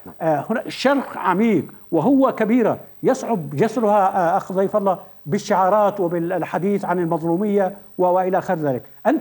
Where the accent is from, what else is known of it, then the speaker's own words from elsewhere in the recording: Yemen; أنا مواطن يمني كاتب رأي